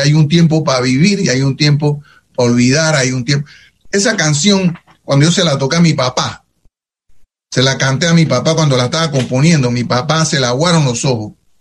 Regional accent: Panama; now in New York, United States; Mi papá. Eso fue lo que me hizo a mí fuerte cuando yo salí de Panamá y llegué a Nueva York, donde la droga andaba por todos lados

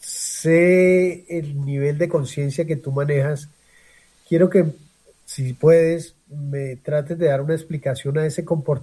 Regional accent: Colombia

